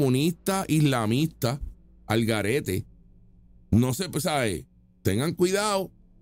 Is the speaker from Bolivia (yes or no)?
no; Puerto Rico; nosotros también somos estadounidenses, somos puertorriqueños americanos.